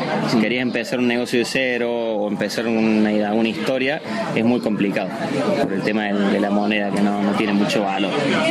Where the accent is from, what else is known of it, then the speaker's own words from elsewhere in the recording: Córdoba, Argentina; born there; Exactamente, de Talleres de Córdoba, de mi ciudad natal.